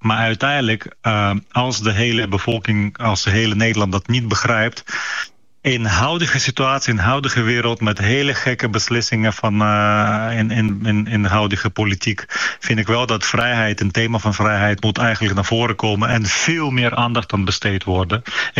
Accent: Ukraine; now in Netherlands; omdat ik uit Oekraïne kom.

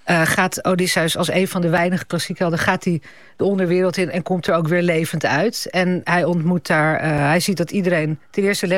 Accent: Italy; also born or lived in Netherlands; Maar ik ben half Italiaans en ik ben deels daar opgegroeid. En als je in Italië opgroeit, dan verwijs je

